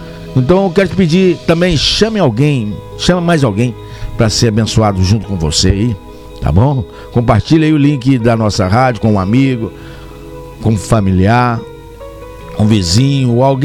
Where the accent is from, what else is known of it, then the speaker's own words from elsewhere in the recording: Governador Valadares, Minas Gerais, Brazil; Eu também sou mineiro, sou de Governador Valadares.